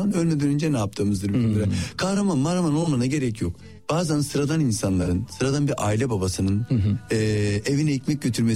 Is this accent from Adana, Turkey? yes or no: yes; Adana, Turkey; Canım Adana'nın ben Varoş mahallesinde işte gettosu, Koca Vezir denilen bir yerdir. Hani böyle orada yetiştim.